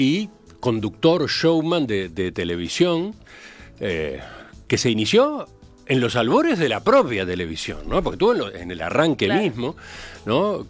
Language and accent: Spanish; Uruguay